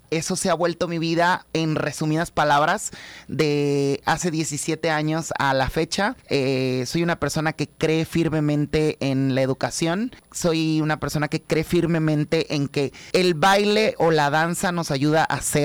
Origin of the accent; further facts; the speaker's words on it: Tabasco, Mexico; como buena familia tabasqueña